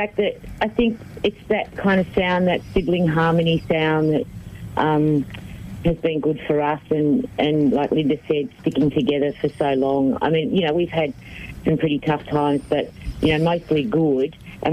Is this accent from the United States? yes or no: no; Australia; And we'd say, well, we're Australian. They'd go, yeah, but where do you really come from?